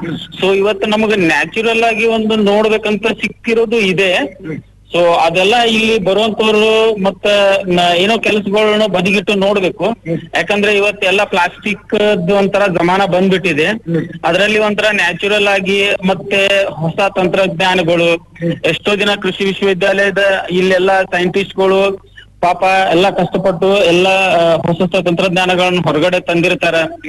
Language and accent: Kannada; Narendra, Karnataka, India; ಈ ನರೇಂದ್ರ ನಮ್ಮ ಊರು, ಇಲ್ಲೇ ಪಕ್ಕದ ಹತ್ರನೇ.